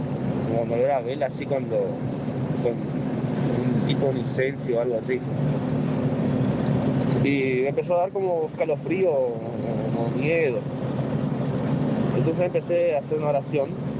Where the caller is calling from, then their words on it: Misiones, Argentina; Soy de Misiones.